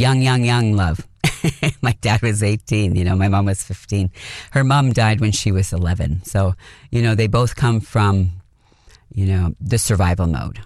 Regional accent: Edmonton, Alberta, Canada; I was born and raised in Edmonton

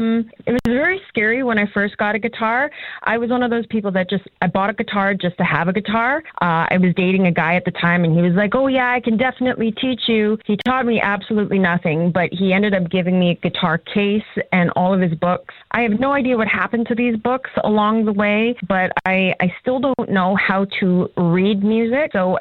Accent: Yellowknife, Northwest Territories, Canada; Growing up in Yellowknife, the school that I went to, there were very few Indigenous people.

